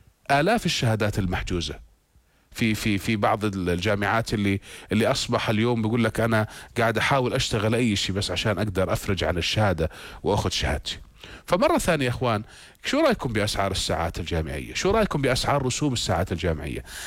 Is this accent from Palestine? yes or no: no; Jordan; عندنا في الأردن